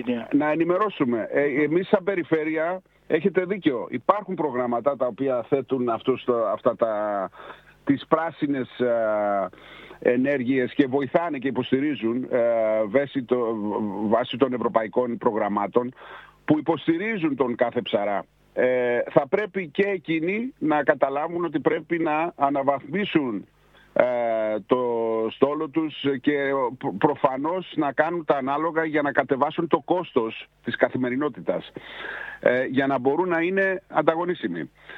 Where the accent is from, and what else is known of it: Greece